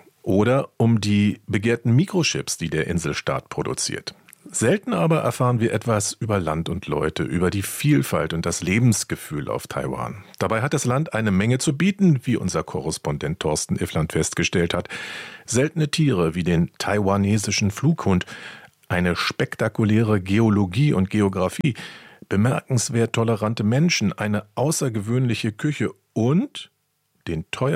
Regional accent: Berlin, Germany; In meiner Kindheit in den Westberliner Supermärkten

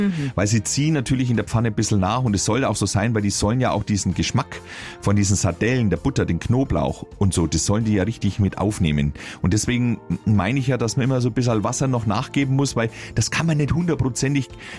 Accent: Franconia, Germany; weil ich sie als Franke nicht aussprechen kann

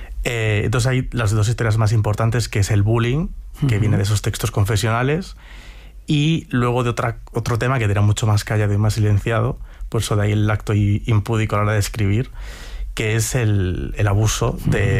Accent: Ourense, Galicia, Spain; Entonces, a mí me daba miedo Ourense. Me daba miedo eso, esa vuelta a mi ciudad natal

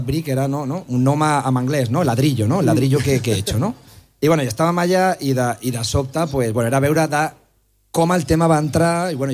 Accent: Terrassa, Catalonia, Spain; jo sóc de les afores de Terrassa, soc fill d'immigrants de Segòvia, el meu pare treballador del tèxtil de Terrassa, la meva mare és un treball que és el treball més dur, 4 fills, pis de 70 metres quadrats

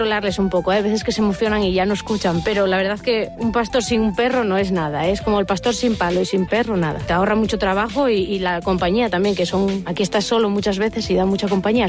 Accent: Pola de Siero, Asturias, Spain; born there; soy nacida en Pola de Siero, cerca de Oviedo. Venía de montaña, conocí a un pastor y me quedé.

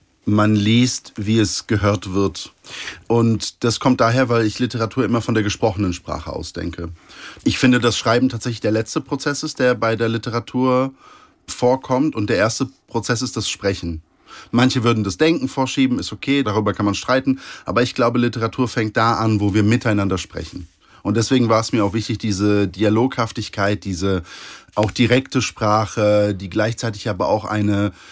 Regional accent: Poland; Als Pole ist irgendwie zu sagen, versteck dich.

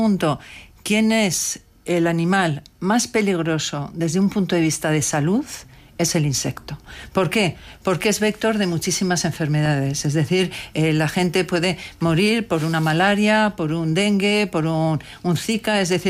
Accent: Castile and León, Spain; Yo que vengo de Castilla y León y he sido la consejera de Sanidad

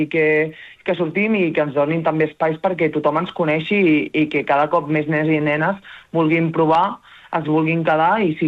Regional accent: Terrassa, Catalonia, Spain; jo, com soc de Terrassa, ja ets anar a Barcelona cada dia.

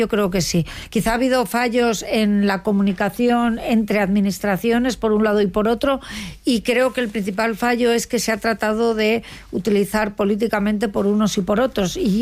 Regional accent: Madrid, Community of Madrid, Spain; Oye, señoría, que yo soy de Carabanchel, que antes estabais hablando de mi barrio

